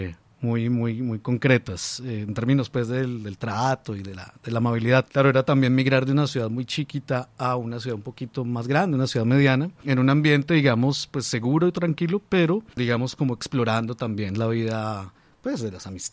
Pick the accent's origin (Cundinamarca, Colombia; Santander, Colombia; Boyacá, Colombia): Boyacá, Colombia; Tunja; born there; Nací en Tunja, Boyacá, y mis padres son